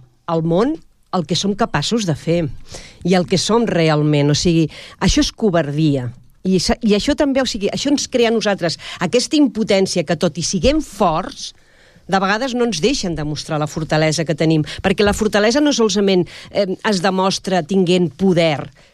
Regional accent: Catalonia, Spain; Jo dic que sóc catalana. Jo dic que sóc catalana.

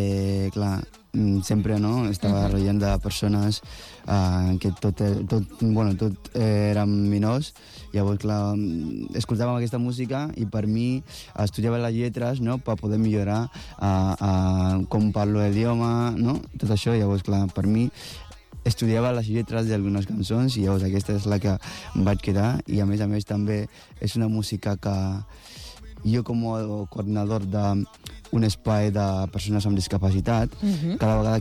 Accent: Kumasi, Ashanti, Ghana; moved away; jo sóc d'un poble de Ghana que es diu Kumasi, i dintre d'aquest poble, doncs, el nostre dia a dia era, doncs, aixecar-se al matí, entre setmana vas a l'escola, i per la tarda fas futbol amb amics

